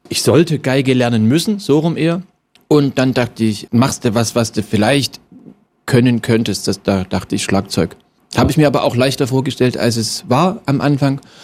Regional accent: Dresden, Saxony, Germany; born there; Und der war lustigerweise sogar in meiner Geburtsstadt Dresden.

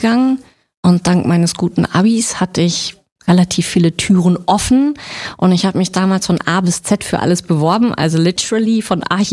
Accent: Freiburg, Baden-Württemberg, Germany; Ich komme aus der Sonnenstadt, genau.

